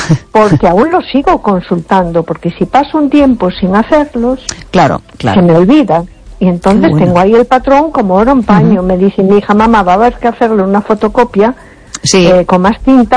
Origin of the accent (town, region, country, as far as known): A Coruña, Galicia, Spain